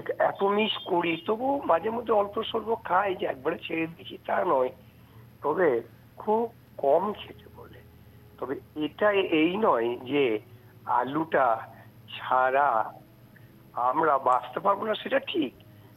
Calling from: West Bengal, India; আমি ওয়েস্ট বেঙ্গল বীরভূম থেকে

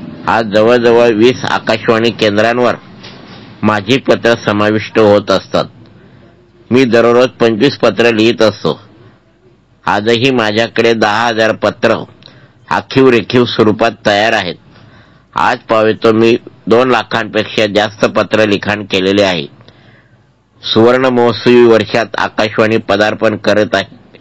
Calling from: Bahadarpur, Maharashtra, India; रथ चौक, बहादरपूर, जिल्हा जळगाव.

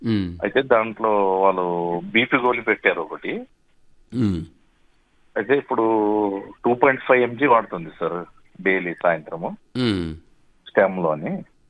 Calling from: Nizamabad district, Telangana, India; మాది Nizamabad district Saluru mandal sir.

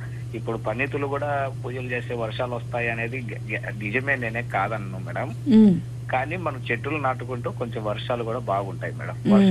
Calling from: Anantapur, Andhra Pradesh, India; నాది అనంతపురం నుండి మాట్లాడుతున్నాను మేడం. అనంతపురం జిల్లా సిండికేట్ నగర్

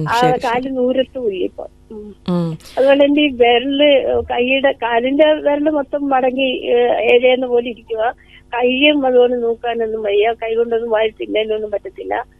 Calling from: Kollam, Kerala, India; Kollam Sooranad വയ്യാങ്കരയിൽ.

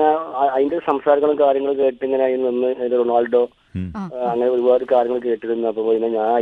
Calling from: Thiruvali, Kerala, India; ഞാൻ തിരുവാലി സാറേ

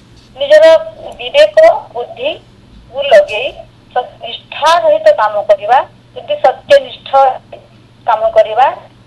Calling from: Sundargarh, Odisha, India; ମୁଁ ସୁନ୍ଦରଗଡ଼ରୁ

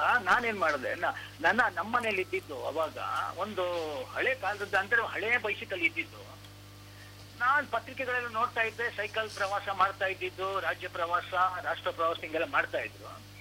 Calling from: Bhadravathi, Karnataka, India; first language Marathi; Kannada is a second language; ಅಲ್ಲಿಂದ ನಾನು ಸೀದಾ ಬಸ್ ಹತ್ಬಿಟ್ಟು ಭದ್ರಾವತಿಗೆ ವಾಪಸ್ ಬಂದೆ.

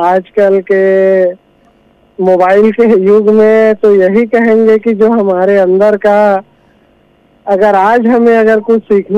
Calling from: Chhattisgarh, India; हम आपके नियमित श्रोता … दुमे तरह छत्तीसगढ़ से बोल रहे हैं।

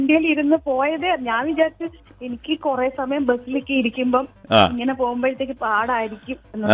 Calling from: Thiruvankulam, Kerala, India

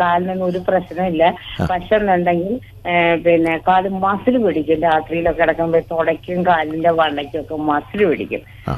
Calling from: Koratty, Kerala, India; ഞാൻ ചാലക്കുടി കൊരട്ടിയിൽ നിന്നാണ് വിളിക്കുന്നത്.

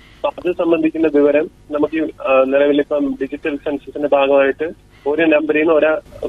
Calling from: Thiruvananthapuram, Kerala, India

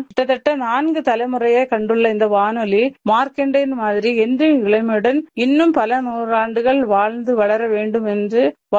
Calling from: Tamil Nadu, India; நான் ஊட்டி எஃப்எம் நேயர் கீழ்கோடப்பம் வந்து

